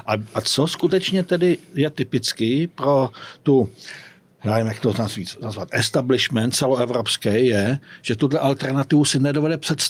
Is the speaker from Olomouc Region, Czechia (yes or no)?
yes; Prostějov, Olomouc Region, Czechia; Já jsem taky z Prostějova.